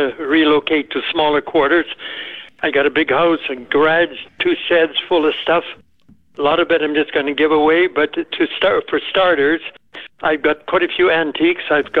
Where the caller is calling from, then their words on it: Watson, Saskatchewan, Canada; I'm far away from Swift Current. I'm at Watson, which is north of Regina.